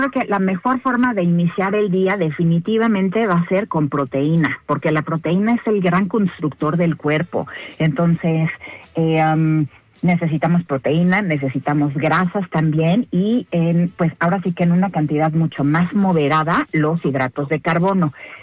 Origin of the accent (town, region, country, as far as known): Mexico